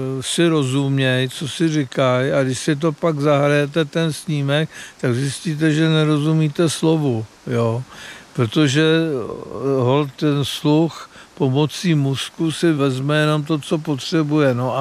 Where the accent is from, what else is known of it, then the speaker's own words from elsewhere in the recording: Strakonice, South Bohemian Region, Czechia; Já jsem se narodil ve Strakonicích, tam byly dvě kina, Kino Svět a Kino Oko.